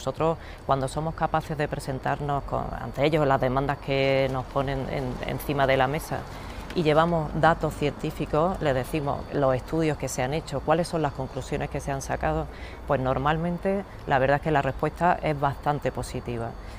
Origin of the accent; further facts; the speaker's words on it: Pozo Alcón, Andalusia, Spain; yo soy de Jaén, soy de Pozo Alcón, soy poceña